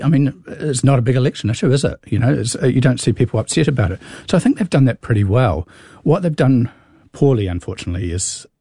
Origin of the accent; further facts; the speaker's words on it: Petone, Wellington, New Zealand; growing up in Petone in the late 80s